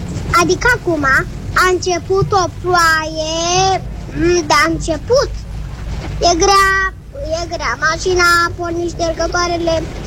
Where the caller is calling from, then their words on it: Bucharest, Romania; din București.